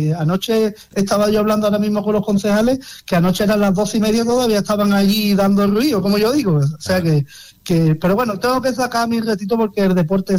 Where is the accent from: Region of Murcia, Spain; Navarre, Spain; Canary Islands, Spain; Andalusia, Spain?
Andalusia, Spain; Algar; Por supuesto, yo que voy a decir de mi pueblo, ¿no?